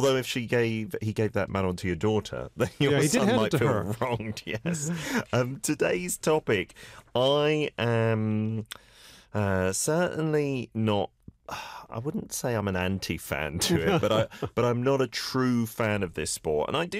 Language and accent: English; United Kingdom; When people would say baseball to me as a Brit, I would definitely think 100%, oh, that's very American